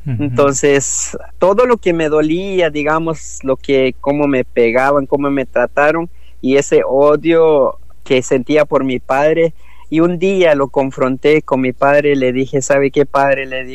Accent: Guatemala; now in United States; le digo que soy de Guatemala, mis padres están en Guatemala, yo estoy aquí en Estados Unidos

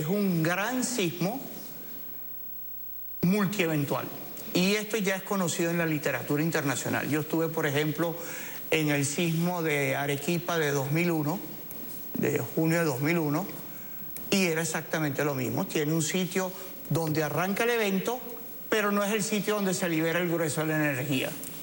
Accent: Cumaná, Sucre, Venezuela; mi ciudad natal, es la primera ciudad fundada en Venezuela, es 1515, en la ciudad de Cumaná, es la primera, es por eso se le llama la primogénita del continente, fue la primera ciudad fundada en tierra.

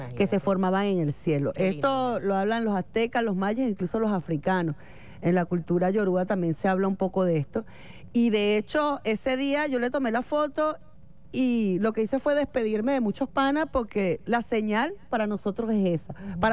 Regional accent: Venezuela

